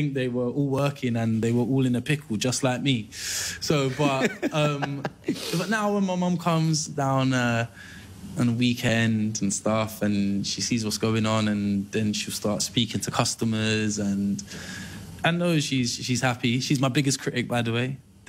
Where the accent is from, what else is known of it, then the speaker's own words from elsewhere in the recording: Pakistan; So I'm Pakistani. This is a paratha. This is like breakfast.